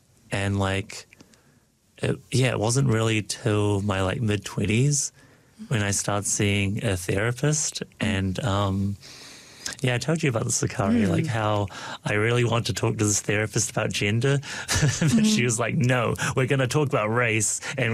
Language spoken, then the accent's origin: English; Dunedin, Otago, New Zealand; first language Cantonese; Well, things got fucky growing up in New Zealand. Because like very quickly on, I realized how different I was from the other kids. Because Dunedin's very white.